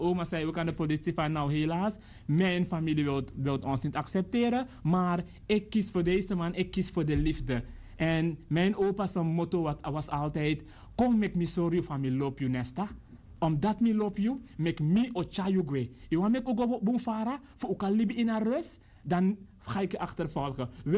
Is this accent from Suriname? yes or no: yes; Suriname; now in Netherlands; Ik ben een trotse Surinamer.